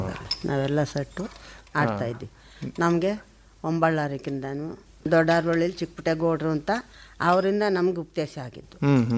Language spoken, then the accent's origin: Kannada; Gende Hosahalli, Karnataka, India